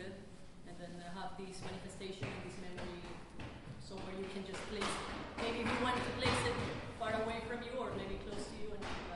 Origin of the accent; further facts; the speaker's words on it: Guayaquil, Guayas, Ecuador; when I'm from Guayaquil, usually when I'm there, I'm trying to not even think about it